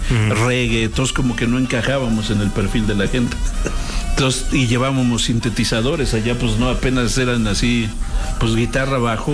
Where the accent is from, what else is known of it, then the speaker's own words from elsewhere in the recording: Nezahualcóyotl, State of Mexico, Mexico; En nuestros inicios tocábamos, somos de Ciudad Nezahualcóyotl.